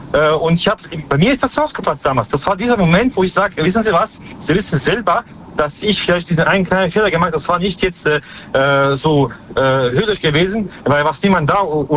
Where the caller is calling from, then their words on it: Baden-Baden, Baden-Württemberg, Germany; Ich komme aus Baden-Baden.